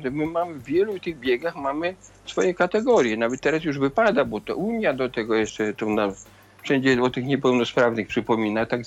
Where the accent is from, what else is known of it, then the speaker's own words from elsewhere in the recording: Lublin Voivodeship, Poland; te dzieci zamojszczyzny, taka wyjątkowa dla mnie sytuacja, bo to moje rodzinne strony.